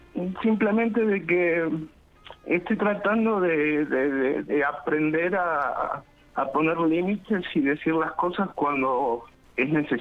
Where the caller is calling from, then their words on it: Exaltación de la Cruz, Buenos Aires Province, Argentina; De Exaltación de la Cruz.